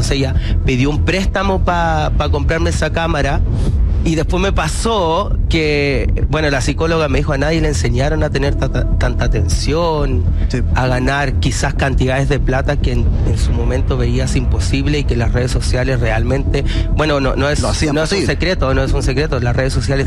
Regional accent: Curicó, Maule, Chile; Soy de Curicó.

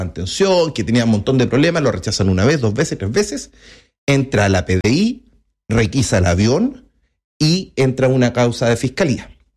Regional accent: Antofagasta, Chile; Yo soy de Antofagasta.

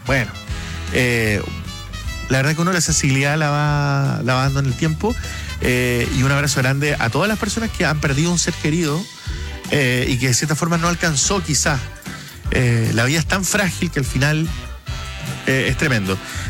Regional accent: Punta Arenas, Magallanes, Chile; además que venimos todos de Punta Arena, a todos le ha costado, somos tres hermanos

